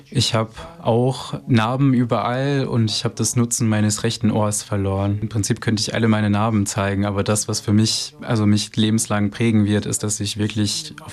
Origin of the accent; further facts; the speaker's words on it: Nigeria; German is a second language; moved away; Ursprünglich wollte ich eigentlich nicht so weit von meinem Herkunftsland. Allerdings aufgrund der chaotischen Situation in Nigeria habe ich mich dazu entschieden